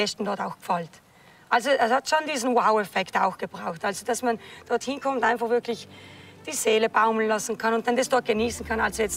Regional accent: Trentino-Alto Adige, Italy; Ich hätte es geliebt, in Südtirol zu bleiben, also ich liebe mein Heimatland.

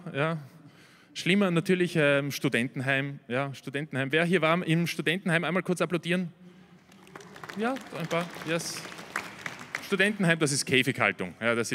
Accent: Austria; Bin ich als Österreicher Experte.

